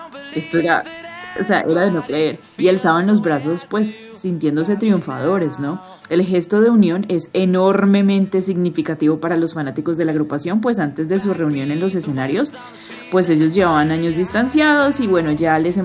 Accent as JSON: {"language": "Spanish", "town": "Cali", "region": "Valle del Cauca", "country": "Colombia", "said": "como caleños sigamos unidos por nosotros mismos"}